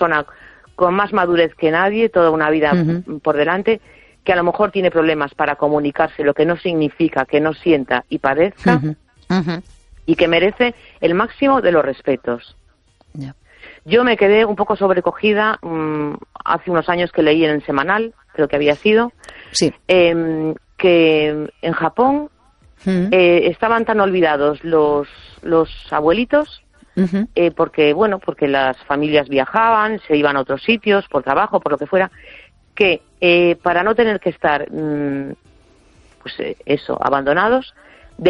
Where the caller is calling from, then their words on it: A Coruña, Galicia, Spain; de La Coruña.